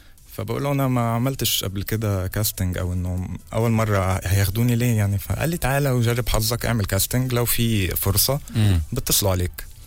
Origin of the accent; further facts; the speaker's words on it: Palestine; now in Egypt; فانا بتعامل مصري مع الناس في البيت انا فلسطيني كأني عايش في غزة بالضبط